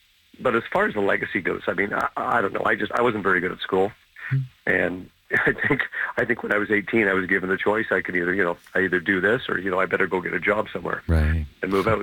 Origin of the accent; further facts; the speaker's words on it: Scarborough, Ontario, Canada; now in Whitby, Canada; Well, we're centered in Whitby, Ontario. I grew up in Scarborough, and I live in Whitby and downtown here.